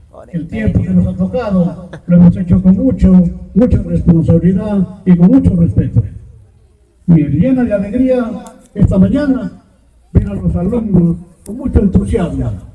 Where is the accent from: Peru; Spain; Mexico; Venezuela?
Peru; como peruano, en el lugar que nos encontremos, trabajemos por el desarrollo